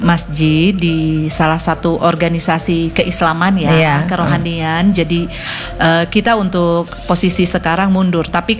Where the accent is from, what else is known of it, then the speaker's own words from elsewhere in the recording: West Java, Indonesia; ini loh kita tuh orang Sunda, harus bisa jaipongan.